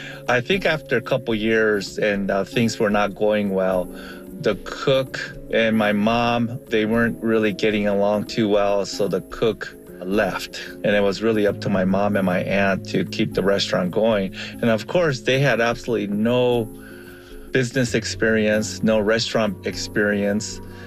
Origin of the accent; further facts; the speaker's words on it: Japan; moved away; My family, we came over from Japan in 1969. I remember the first couple of years, my family played Mahjong.